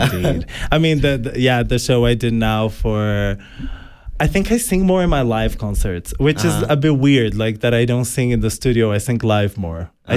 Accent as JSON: {"language": "English", "town": "Jundiaí", "region": "São Paulo", "country": "Brazil", "tie": "born or raised there", "moved": "yes", "said": "in my hometown in Brazil, in Jundiaí."}